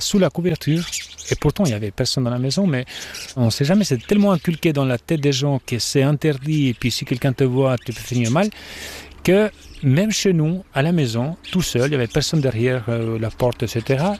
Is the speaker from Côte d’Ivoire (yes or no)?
no; Albania; moved away; Moi, je viens de l'Albanie, dans le pays d'un autre oiseau, c'est-à-dire l'aigle. Effectivement, alors, moi, je suis né en 1982